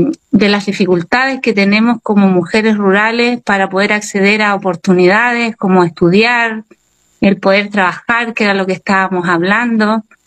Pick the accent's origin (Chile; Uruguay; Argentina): Chile; Colbún, Maule; yo nací y crecí aquí en Colbún. Y entonces yo digo, sí, por supuesto, yo soy una mujer del campo